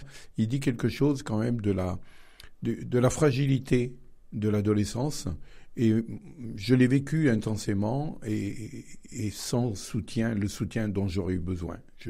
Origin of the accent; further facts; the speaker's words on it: Baternay, Auvergne-Rhône-Alpes, France; born there; Alors, je suis né à Baternay, je suis un petit village du nord de Rome.